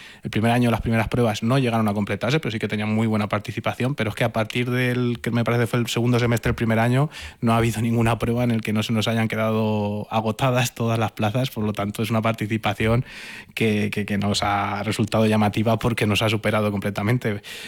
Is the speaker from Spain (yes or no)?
yes; Castilla-La Mancha, Spain; Yo soy manchego